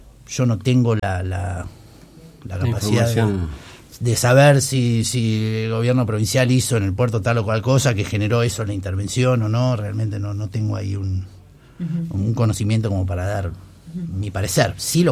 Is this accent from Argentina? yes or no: yes; Tierra del Fuego, Argentina; cómo somos como fueguinos.